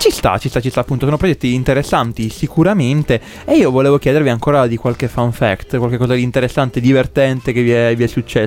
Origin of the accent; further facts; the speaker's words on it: Manta, Piedmont, Italy; Io vengo da Manta, che è un paese